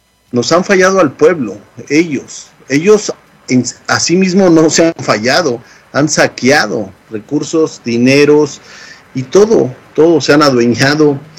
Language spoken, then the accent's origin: Spanish; Mexico; voy a hablar como mexicano